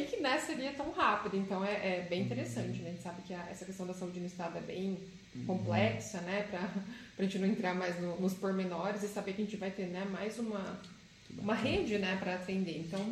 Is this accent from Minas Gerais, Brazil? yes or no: no; São Paulo, Brazil; Eu sou de São Paulo